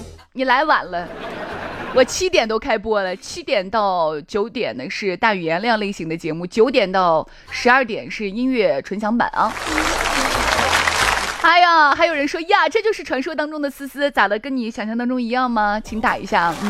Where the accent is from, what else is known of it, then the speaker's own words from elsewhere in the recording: Shaanxi, China; 这个关中八景我们陕西人必须得知道